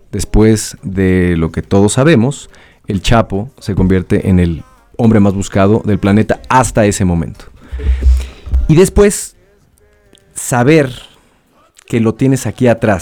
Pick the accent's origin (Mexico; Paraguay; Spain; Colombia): Mexico